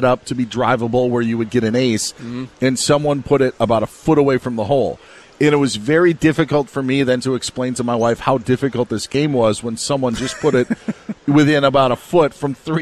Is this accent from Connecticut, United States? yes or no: no; Wisconsin, United States; you know, my home state of Wisconsin